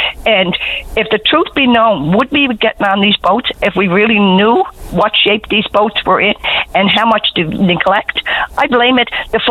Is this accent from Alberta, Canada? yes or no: yes; Fort McMurray, Alberta, Canada; when I came to Belle Island, I came from Fort McMurray, Alberta.